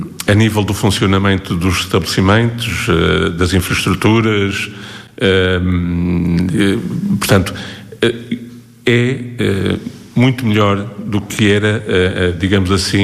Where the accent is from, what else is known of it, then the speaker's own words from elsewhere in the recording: Portugal; enquanto país, enquanto cultura, enquanto portugueses